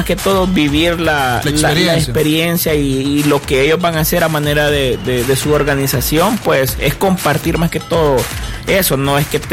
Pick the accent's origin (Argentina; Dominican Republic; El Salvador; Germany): El Salvador